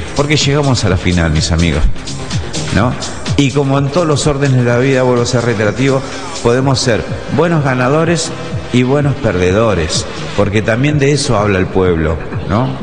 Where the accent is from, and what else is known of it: Argentina